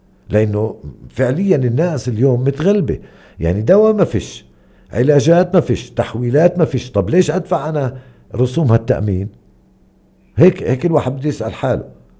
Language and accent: Arabic; West Bank, Palestine; عندنا في الضفة